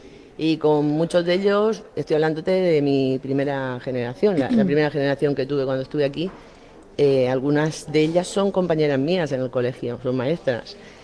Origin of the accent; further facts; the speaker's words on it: San Miguel de Salinas, Valencian Community, Spain; also born or lived in Almería; en mi pueblo, soy San Miguelera.